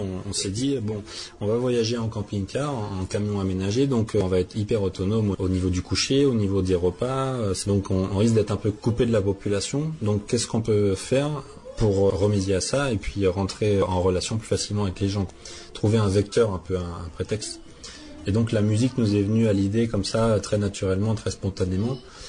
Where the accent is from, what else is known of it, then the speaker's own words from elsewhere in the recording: Île-de-France, France; now in Bayonne, France; je suis originaire de région parisienne, mais j'ai des origines basques et c'est pourquoi je suis venu vivre aussi ici, à Bayonne.